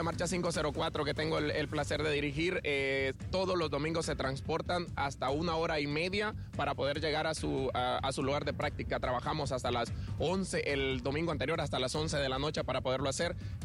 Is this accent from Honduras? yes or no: yes; Honduras; now in Madrid, Spain